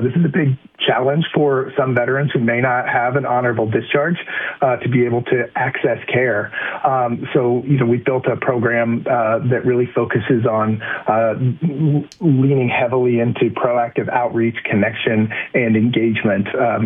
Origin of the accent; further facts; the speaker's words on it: Illinois, United States; my home state of Illinois